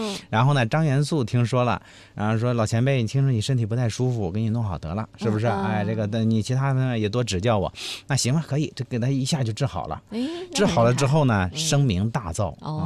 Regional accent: Hebei, China; 我们河北人

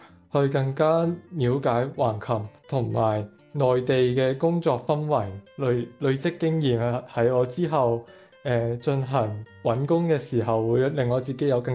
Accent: Macau; moved away as an adult; now in Wuhan, China; 我來自澳門，而家喺武漢大學就讀嘅，係計算機學院軟件工程專業嘅學生，今年係大三

